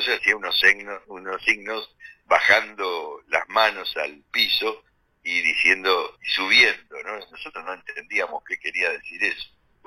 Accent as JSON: {"language": "Spanish", "country": "Argentina", "said": "nosotros venimos de Argentina, somos peronistas"}